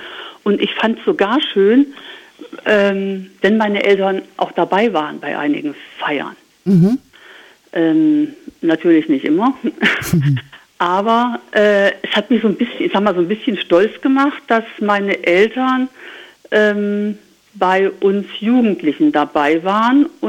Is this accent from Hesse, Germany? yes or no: yes; Altenburschla, Hesse, Germany; now in Bremen, Germany; Und ja, und bin aber trotzdem meinem Heimatdorf Altenburschla immer verbunden gewesen.